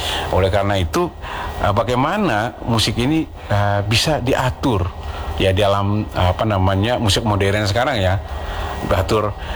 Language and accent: Indonesian; Maluku, Indonesia; Nah, karena kita orang Maluku ini ya, identik dengan musik, sering disampaikan ya dena orang musik itu, orang Ambon itu musik.